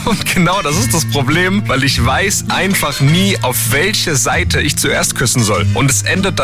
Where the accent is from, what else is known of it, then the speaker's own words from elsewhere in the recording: Greece; Ich bin ja Grieche und ich war letztens in Griechenland.